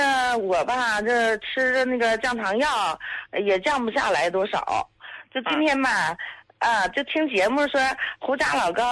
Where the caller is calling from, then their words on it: Heilongjiang, China; 我是黑龙江的患者，